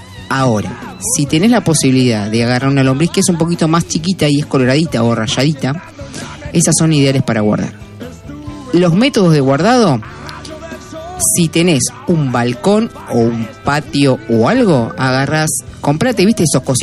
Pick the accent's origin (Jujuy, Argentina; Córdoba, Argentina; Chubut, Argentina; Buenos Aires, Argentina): Buenos Aires, Argentina; Yo soy de Cava y hace muy poco que pesco.